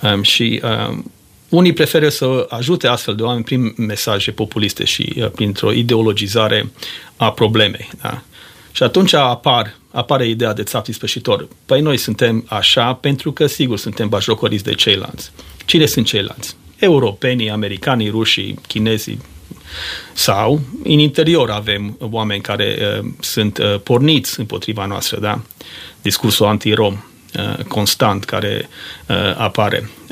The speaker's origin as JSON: {"language": "Romanian", "country": "Romania"}